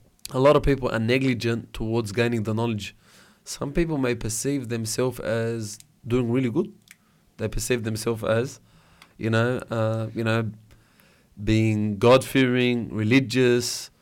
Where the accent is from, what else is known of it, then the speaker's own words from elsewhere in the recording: Lebanon; I'm outnumbered. The Lebanese is outnumbered.